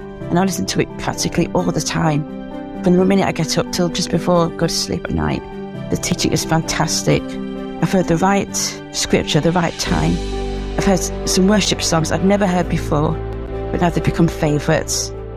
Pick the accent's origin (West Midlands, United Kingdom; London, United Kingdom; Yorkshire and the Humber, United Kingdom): Yorkshire and the Humber, United Kingdom; from Yorkshire.